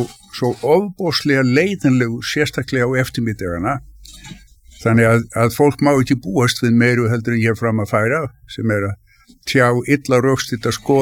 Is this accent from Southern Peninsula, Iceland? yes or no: no; Reykjavík, Capital Region, Iceland; ég fættist 1949 og ég óks upp töflert mikið í Norðumýrinni.